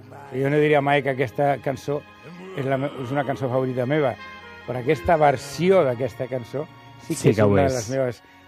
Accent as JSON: {"language": "Catalan", "town": "Valencia", "region": "Valencian Community", "country": "Spain", "tie": "born or raised there", "moved": "as an adult", "said": "jo sempre havia cantat en francès, des de petit, a València"}